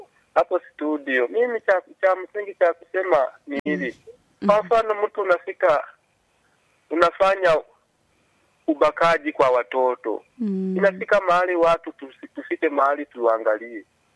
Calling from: Tanzania; Hii ni sauti ya … kuboja pande zangu za Bugoji Kanderema.

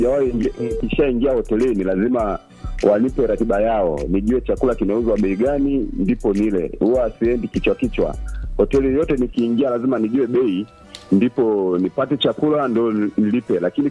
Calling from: Ilula, Iringa, Tanzania; napiga simu hii nikiwa Iringa Ruwa Tanzania.

